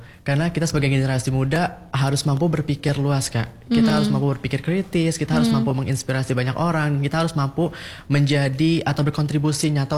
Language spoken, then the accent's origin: Indonesian; Banten, Indonesia; kita sebagai Putra Banten